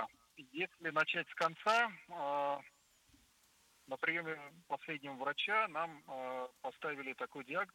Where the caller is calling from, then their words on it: Kazan, Tatarstan, Russia; да, я из Казани.